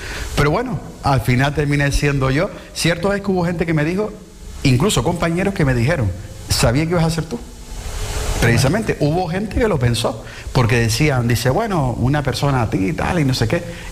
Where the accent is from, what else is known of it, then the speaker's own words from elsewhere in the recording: Las Palmas de Gran Canaria, Canary Islands, Spain; por servir a la gente de mi ciudad. Porque amo Las Palmas de Gran Canaria, soy orgulloso de donde soy.